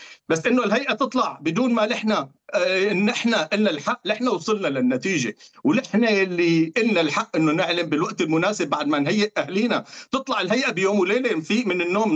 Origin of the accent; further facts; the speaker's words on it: Syria; وحاولنا نعمل جهدنا كسوريين بمساعدة أهلنا النازحين المهجرين